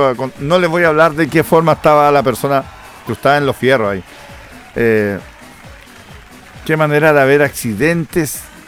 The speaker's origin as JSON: {"language": "Spanish", "country": "Chile", "said": "Pero como el chileno, aunque no sea en la pista, nosotros nos frenamos igual"}